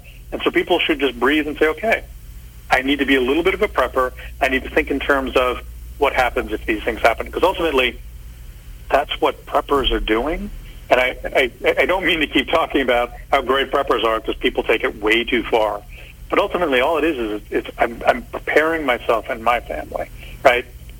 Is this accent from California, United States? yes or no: yes; California, United States; having seen numerous earthquakes growing up in California